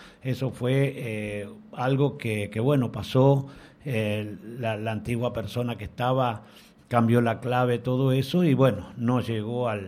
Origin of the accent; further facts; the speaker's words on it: Quito, Pichincha, Ecuador; Yo vengo de Pichincha, como ustedes saben, del Quito